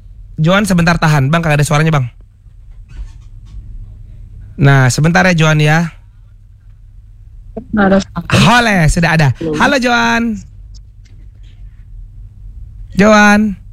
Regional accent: Makassar, South Sulawesi, Indonesia; aku tuh sebenarnya orang Makassar.

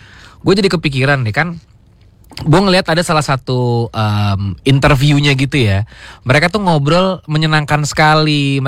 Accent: South Tangerang, Banten, Indonesia; Kalau gue tahu wali kota gue siapa, wakilnya siapa. Gue kan Tangsel.

